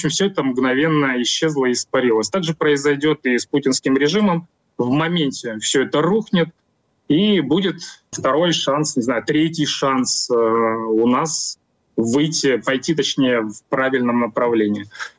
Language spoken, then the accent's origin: Russian; Russia; moved away as an adult; now in Georgia; я сам россиянин, и я до 25 года жил в России.